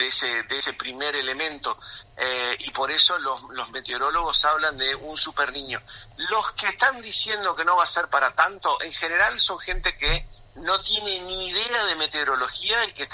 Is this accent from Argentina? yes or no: yes; Concordia, Entre Ríos, Argentina; Nacido y criado en Concordia.